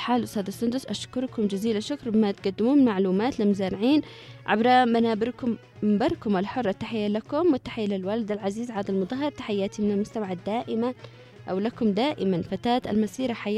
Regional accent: Yemen

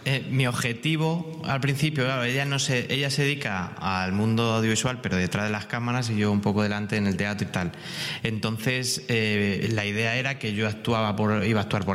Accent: Madrid, Community of Madrid, Spain; yo soy muy madrileño, muy tronco

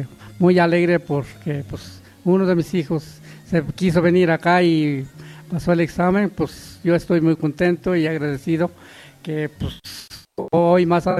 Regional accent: Puebla, Mexico; Pues yo vengo de la Sierra de Puebla, Sierra Negra de Puebla, que se llama es San Pablo Xoquitlán, es mi municipio, y mi pueblo es de San Antonio Catepec, y soy de allá y vengo de 8 horas de camión

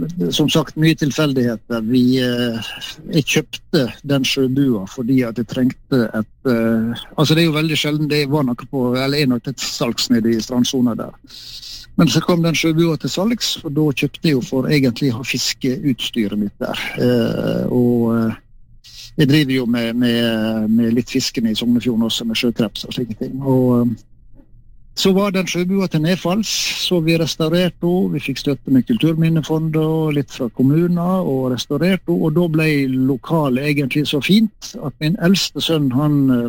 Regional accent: Ålesund, Møre og Romsdal, Norway; Nei, du født og oppvokst oppe i Ålesund, helt i strandkanten på en fjord etter Borgundfjorden

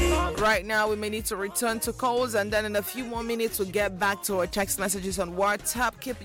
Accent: Monrovia, Montserrado, Liberia; I'm from Monrovia, Liberia.

